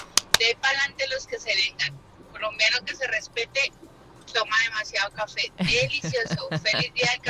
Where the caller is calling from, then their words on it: Colombia; como buena colombiana